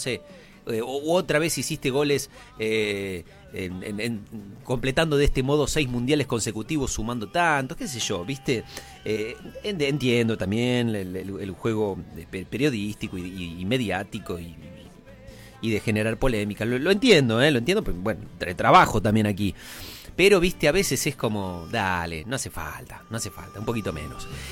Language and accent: Spanish; Argentina